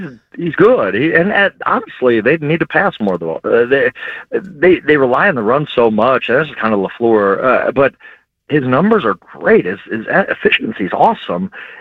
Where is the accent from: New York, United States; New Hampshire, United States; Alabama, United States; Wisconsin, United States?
Wisconsin, United States; I'm from Wisconsin.